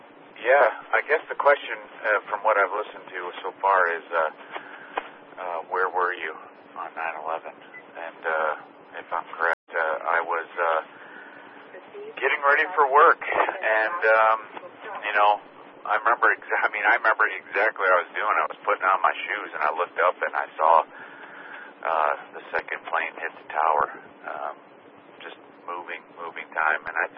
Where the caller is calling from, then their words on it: Cibolo, Texas, United States; in Cibolo, Texas.